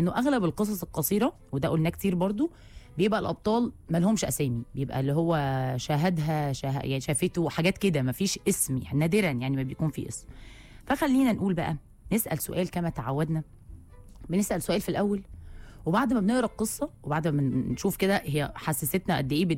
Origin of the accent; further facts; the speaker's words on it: Egypt; احنا كلنا كمصريين